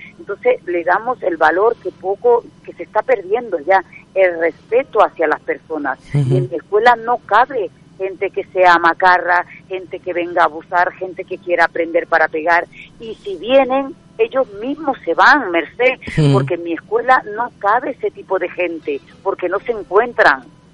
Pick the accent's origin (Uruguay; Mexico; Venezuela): Venezuela; moved away as an adult; now in Barcelona, Spain; yo soy de Venezuela, llegué aquí a España, a Barcelona, con 20 añitos